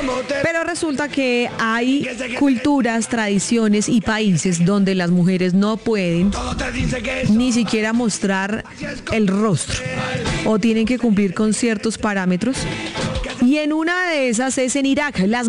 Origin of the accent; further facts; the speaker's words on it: Colombia; born there; Afortunadas nosotras que nacimos en Colombia